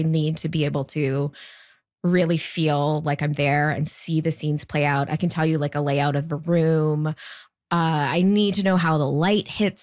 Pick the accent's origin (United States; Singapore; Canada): Canada; Barry's Bay, Ontario; Well, I grew up in Barry's Bay. I grew up on the lake. So this is in cottage country, but not Muskoka. It's in Eastern Ontario in the Ottawa Valley.